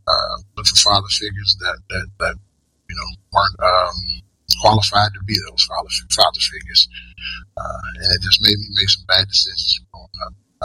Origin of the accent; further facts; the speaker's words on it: Georgia, United States; I grew up in Georgia. I'm in the North Coast now, but I grew up in Georgia. Extremely poor, from a poor family, poor background